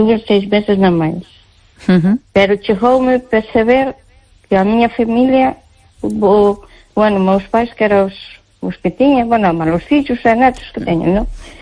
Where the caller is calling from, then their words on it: Malpica, Galicia, Spain; De Malpica.